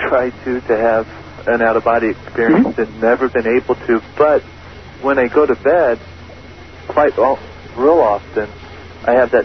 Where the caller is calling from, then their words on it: St. Louis, Missouri, United States; I live in St. Louis.